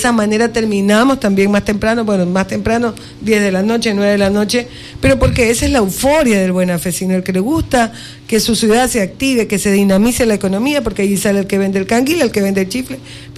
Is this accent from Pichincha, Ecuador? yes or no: no; Buena Fe, Los Ríos, Ecuador